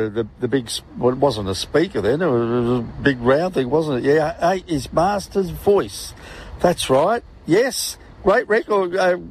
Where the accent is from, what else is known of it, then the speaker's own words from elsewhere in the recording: Sydney, New South Wales, Australia; now in Melbourne, Australia; because I come from Sydney.